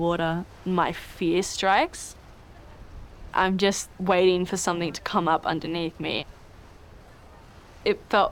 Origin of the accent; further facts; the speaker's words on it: Australia; Growing up in Australia with an islander dad and a Latina mom, I definitely felt some cultural differences from like the typical Australian.